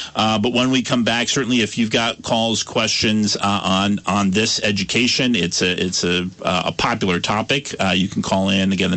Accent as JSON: {"language": "English", "town": "Brandon", "region": "Vermont", "country": "United States", "tie": "born or raised there", "said": "I grew up in the Brandon area, so I went to Otter Valley, and we had 7th and 8th in the same building."}